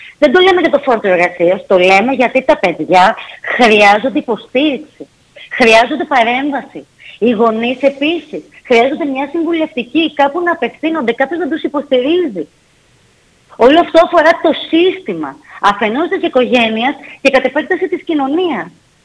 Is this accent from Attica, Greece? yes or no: yes; Athens, Attica, Greece; είμαι από την Αθήνα